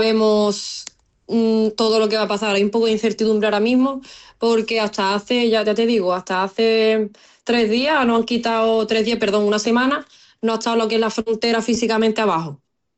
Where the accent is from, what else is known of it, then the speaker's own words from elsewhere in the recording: La Línea de la Concepción, Andalusia, Spain; Pues mira, yo soy linense, soy de Cádiz, sí. La ciudad justo la línea que da con Gibraltar.